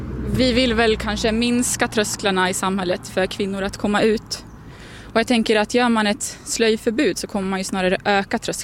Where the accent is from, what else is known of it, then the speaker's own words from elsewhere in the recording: Sweden; now in Fagersta, Sweden; Men samtidigt så älskar jag Sverige. Jag är svensk, jag vill bo här